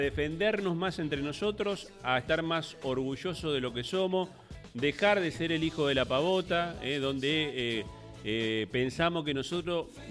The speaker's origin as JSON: {"language": "Spanish", "country": "Argentina"}